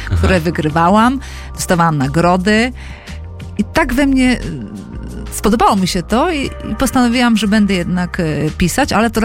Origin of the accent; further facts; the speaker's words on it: Pomeranian Voivodeship, Poland; born there; moved away; also born or lived in Poznań; gdzie się urodziłam, to jest na Pomorzu. Piękne miejsce